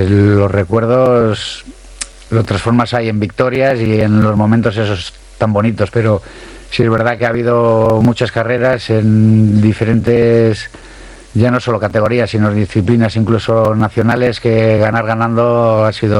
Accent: Basque Country, Spain; O sea, soy vasco, me siento, y allí donde vaya lo seguiré diciendo y pregonando, ¿no?

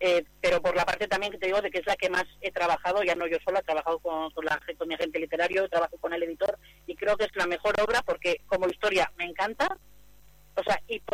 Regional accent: Amurrio, Basque Country, Spain; also born or lived in Ayala; now in Retes, Spain; aunque yo vivo en Retes y soy de Ayala, yo siempre he sido de Amurrio.

